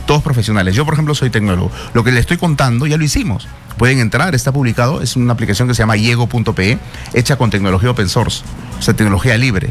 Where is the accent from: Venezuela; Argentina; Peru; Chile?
Peru; Lima; es un muchacho de barrio, vengo de Villa El Salvador. Ya ni tan muchacho, tengo 44 años